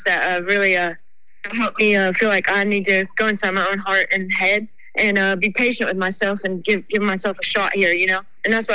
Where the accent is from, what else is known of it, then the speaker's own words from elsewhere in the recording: Kingsport, Tennessee, United States; moved away; So I'm from East Tennessee, a little town called Kingsport that has a big factory. And I grew up with my grandmama